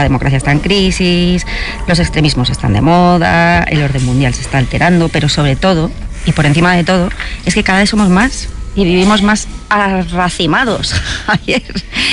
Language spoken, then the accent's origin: Spanish; Ponferrada, Castile and León, Spain; y además que yo soy una parvenida de Ponferrada.